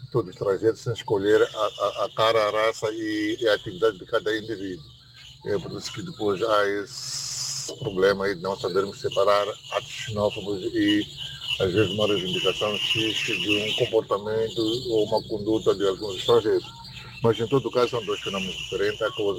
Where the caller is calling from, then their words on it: Mozambique; eu sou moçambicano, vivendo aqui ao lado